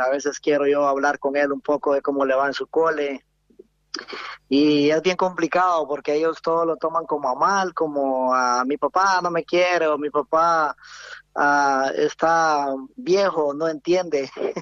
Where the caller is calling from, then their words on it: Honduras; soy de Honduras.